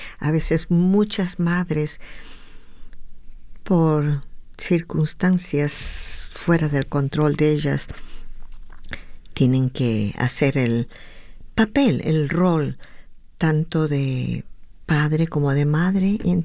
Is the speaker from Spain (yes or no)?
no; Peru; moved away; música de mi compatriota … de mi hermoso país Perú.